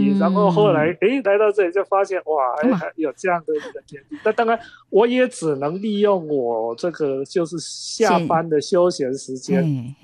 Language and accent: Chinese; Beigang, Yunlin County, Taiwan; born there; moved away; 那时候我家老家在北港